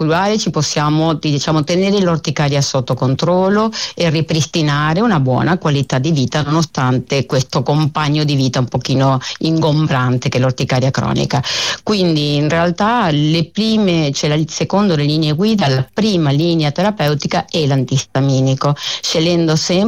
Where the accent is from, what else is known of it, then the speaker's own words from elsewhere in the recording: Argentina; now in Italy; Sono, diciamo, argentina, sono nata e cresciuta in Argentina, ma sono nipote di italiani